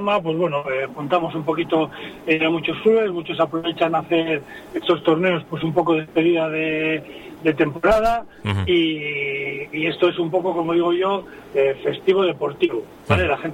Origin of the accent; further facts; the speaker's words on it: Santoña, Cantabria, Spain; yo soy de Santoña